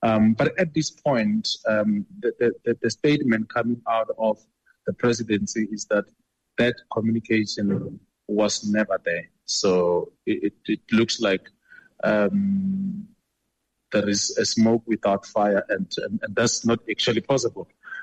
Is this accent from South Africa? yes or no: yes; South Africa; I am not allowed to do that as a South African.